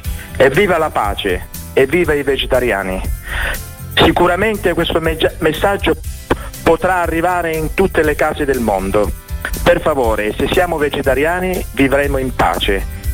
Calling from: Mesagne, Apulia, Italy; sono di Mesagne, provincia di Brindisi.

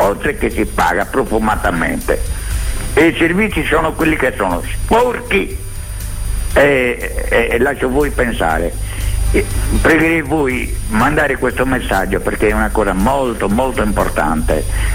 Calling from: Abbasanta, Sardinia, Italy; sono un invalido civile. Allora io dovrei prendere il treno da Oristano per andare al mio paese che si chiama Abbasanta.

